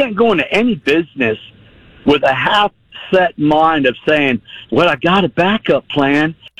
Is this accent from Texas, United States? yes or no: yes; Dallas, Texas, United States; I grew up in Dallas.